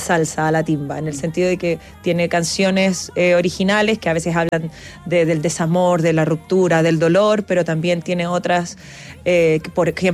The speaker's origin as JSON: {"language": "Spanish", "country": "Chile"}